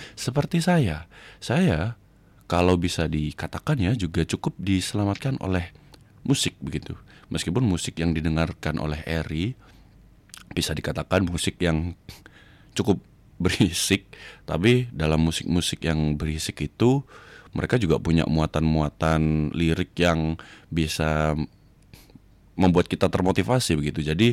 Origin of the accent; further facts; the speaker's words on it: Jember, East Java, Indonesia; kita sebagai warga Jember